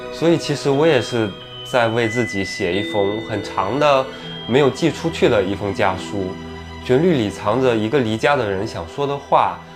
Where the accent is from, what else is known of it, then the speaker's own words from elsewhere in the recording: Shantou, Guangdong, China; now in Shanghai, China; 我从小在汕头的南澳岛长大嘛，后来我自己也离开家乡嘛，去上海学习还有工作。